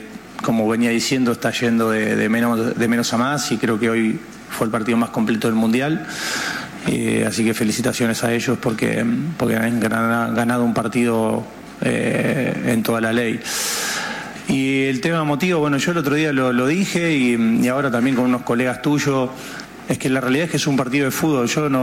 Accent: Argentina; Ahora que nosotros como argentinos tengamos memoria a esa gente que fue ahí

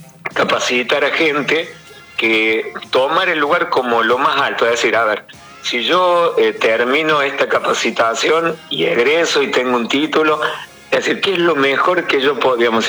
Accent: Córdoba, Argentina; nosotros somos de Córdoba, y bueno, en Córdoba estamos avanzados

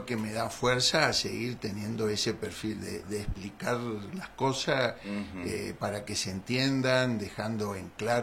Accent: Sáenz Peña, Chaco, Argentina; born there; also born or lived in Barranqueras; Si yo nací en Cespeña.

